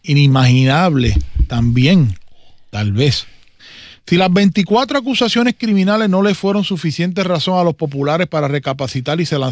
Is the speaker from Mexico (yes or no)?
no; Trujillo Alto, Puerto Rico; como diría ese gran puertorriqueño de mi pueblo, Manuel Rivera Morales, ¡sálvalo, divina pastora!